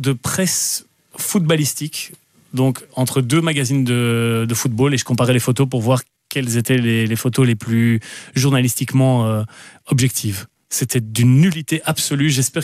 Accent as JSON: {"language": "French", "town": "Ottignies-Louvain-la-Neuve", "region": "Wallonia", "country": "Belgium", "tie": "born there", "said": "je suis né à Otigny-Louvain-la-Neuve"}